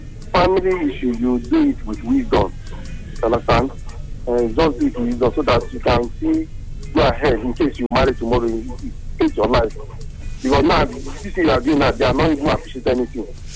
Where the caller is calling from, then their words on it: Asaba, Delta, Nigeria; Okay, I'm calling from Asaba Airport.